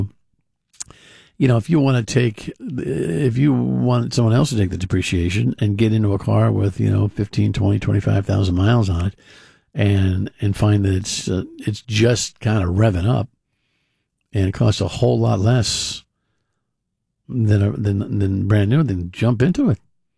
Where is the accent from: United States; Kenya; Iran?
United States; Massachusetts; born there; moved away as an adult; now in Cumberland, Rhode Island, United States; outside of Springfield. And you would see the PVTA, as they call it, the Pioneer Valley Transit Authority buses, in my hometown on a regular basis